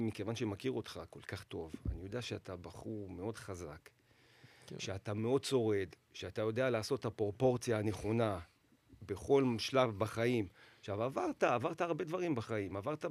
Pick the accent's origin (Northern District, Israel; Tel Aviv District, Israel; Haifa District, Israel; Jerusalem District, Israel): Jerusalem District, Israel; Jerusalem; את האמת אנחנו ירושלמים